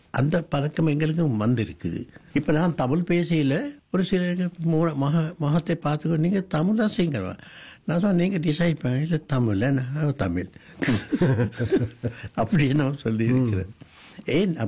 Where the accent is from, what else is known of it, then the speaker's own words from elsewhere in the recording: Sri Lanka; first language Sinhala; Tamil is a second language; நான் ஒரு சிங்களவர்